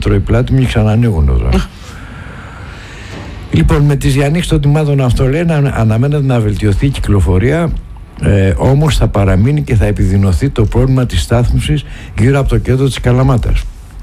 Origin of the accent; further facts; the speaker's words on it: Greece; Εν τω μεταξύ και ως Έλληνες έχουμε και το βίτσιο